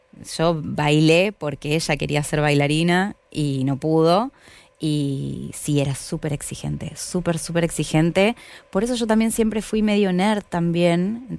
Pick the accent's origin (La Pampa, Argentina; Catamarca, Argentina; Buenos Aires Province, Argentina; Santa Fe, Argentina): Buenos Aires Province, Argentina; La Plata; me venía a estudiar a Buenos Aires, yo soy de La Plata